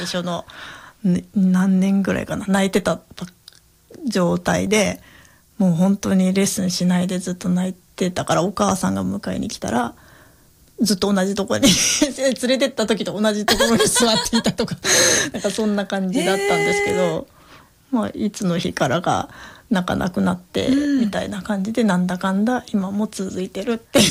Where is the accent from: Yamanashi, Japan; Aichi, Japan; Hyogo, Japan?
Aichi, Japan; Nagoya; born there; moved away; たまたま最初名古屋の生まれた時は名古屋に住んでたので、